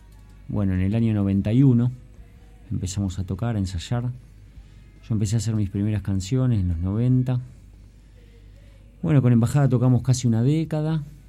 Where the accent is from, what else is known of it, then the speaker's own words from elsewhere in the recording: La Plata, Buenos Aires Province, Argentina; somos todos de barrios periféricos de la ciudad